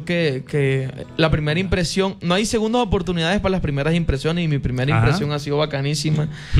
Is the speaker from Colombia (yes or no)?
yes; Valle del Cauca, Colombia; que vengo del Valle, que vengo de tan lejos